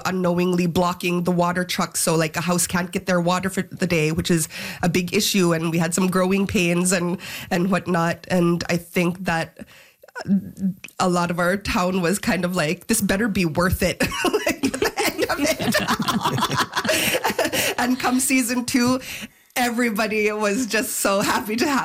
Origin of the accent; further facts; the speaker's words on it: Nunavut, Canada; like when they hear I'm from the Arctic or from Nunavut and that I'm Inuit